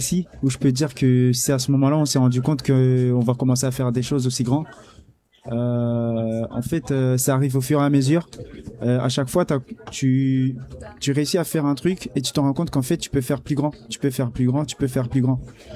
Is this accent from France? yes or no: no; Rwanda; Et c'est un film qui nous a beaucoup touchés parce que on est des Rwandais